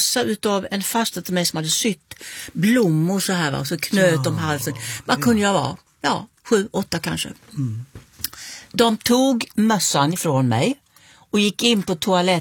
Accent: Kristianstad, Skåne, Sweden; Men jag började när jag var 6 hemma i Kristianstad.

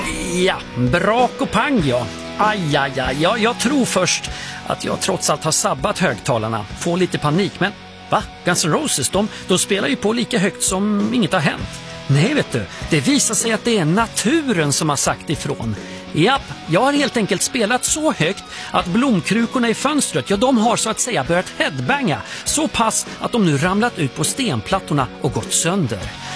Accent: Övertorp, Sweden; jag tänkte ta ännu en sväng tillbaka i tiden till en vårkänsla från min uppväxt där i Övertorp.

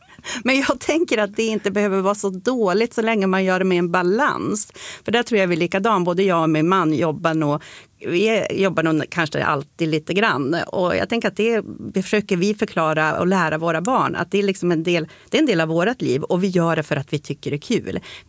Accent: Sweden; moved away as an adult; also born or lived in Stockholm / Kalmar; Då tänkte vi att det kanske var ganska fiffigt att flytta hemåt igen. Min man är ju också född och uppvuxen här.

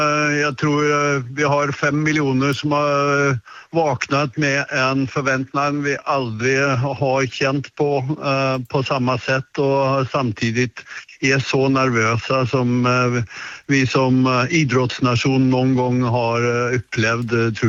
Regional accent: Norway; det enda matchen det inte var möjligt att få biljett till som norrman var Sverige mot Holland

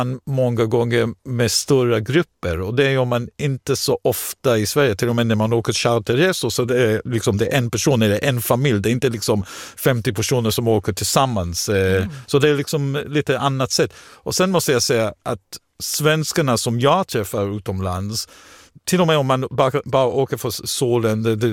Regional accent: Israel; Swedish is a second language; now in Sweden; Jag kom från Israel, och Israel reser man också mycket, men på ett helt annat sätt.

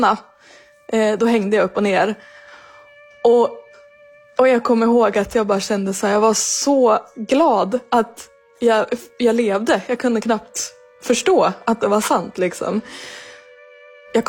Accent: Järvsö, Gävleborg County, Sweden; moved away as an adult; jag trivdes otroligt bra hemma i Järvsö

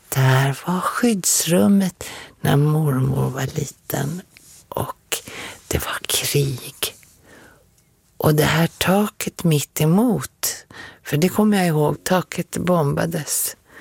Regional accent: Helsinki, Uusimaa, Finland; born there

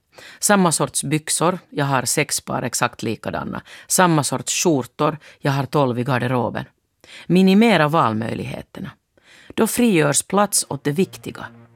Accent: Finland; born there; När jag var ung fanns det i Finland någonting som kallades biodagen.

